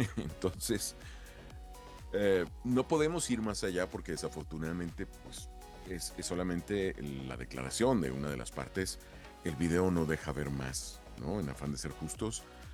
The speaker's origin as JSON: {"language": "Spanish", "country": "Mexico"}